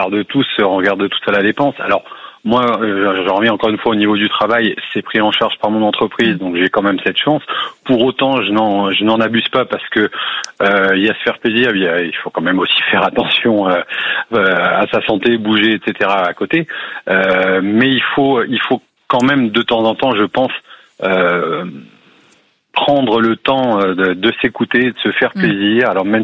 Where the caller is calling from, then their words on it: Bourgogne-Franche-Comté, France; Alors je vous appelle de Besançon, mais j'habite à côté de Dijon.